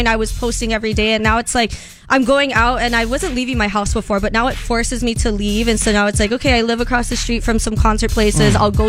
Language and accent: English; Hawaii, United States; growing up in Hawaii, you know, a lot of us didn't grow up with money.